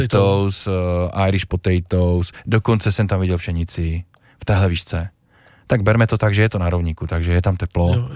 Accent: Slovakia; now in Czech Republic; já pocházím ze Slovenska

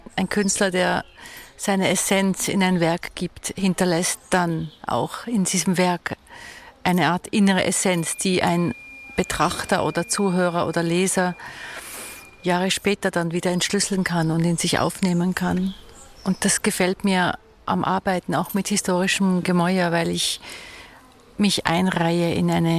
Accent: Basel, Basel-Stadt, Switzerland; moved away as an adult; also born or lived in Zurich; ich bin ja in Basel geboren, habe dort studiert, bin von Basel dann weggegangen, sozusagen schon als junge Frau, viel auf Reisen.

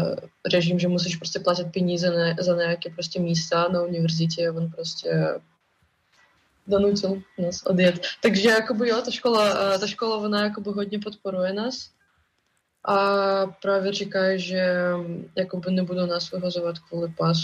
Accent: Russia; Czech is a second language; now in Prague, Czech Republic; co máme tam v Rusku

